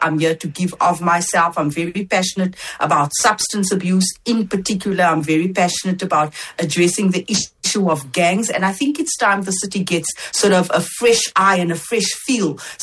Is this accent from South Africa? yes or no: yes; South Africa; now in Cape Town, South Africa; I may not be born and bred from the city of Cape Town, but after all, I am South African and I do belong here.